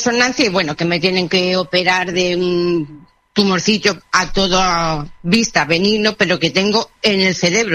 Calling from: Madrid, Community of Madrid, Spain; Yo estoy en Madrid

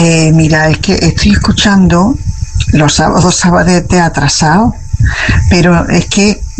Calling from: Córdoba, Andalusia, Spain; como cordobesa, entenderás mi habla.

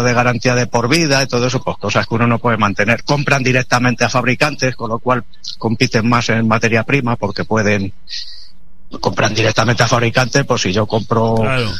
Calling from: Pinto, Community of Madrid, Spain; Sí, yo vivo en Pinto.

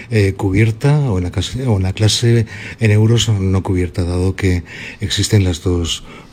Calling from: Valencia, Valencian Community, Spain; de Valencia.

